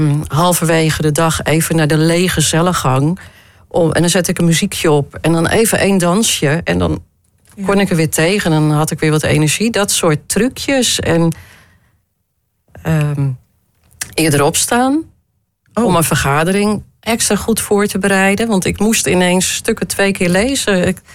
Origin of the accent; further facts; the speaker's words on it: Woerden, Utrecht, Netherlands; Ik kom uit Woerden.